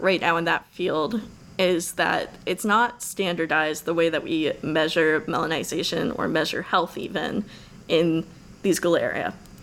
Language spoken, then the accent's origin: English; Pennsylvania, United States; moved away as an adult; now in Oberlin, United States; my hometown is a little bit north of Philadelphia.